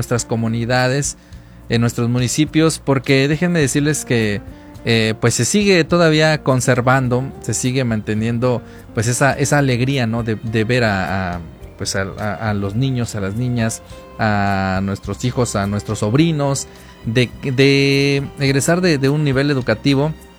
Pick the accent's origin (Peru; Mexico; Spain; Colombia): Mexico